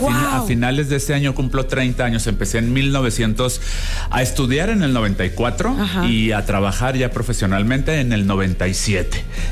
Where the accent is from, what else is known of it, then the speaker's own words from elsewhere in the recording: Guadalajara, Jalisco, Mexico; born there; now in Mexico City, Mexico; Según yo nací en Guadalajara, venía por un año nada más a la Ciudad de México